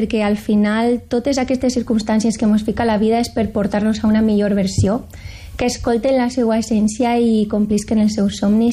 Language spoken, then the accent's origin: Catalan; Paiporta, Valencian Community, Spain; en el meu poble, en Paiporta